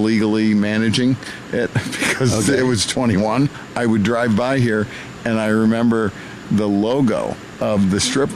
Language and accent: English; High Falls, New York, United States; moved away; also born or lived in Kingston, New York / Arizona / San Luis Obispo; I grew up in a town called High Falls.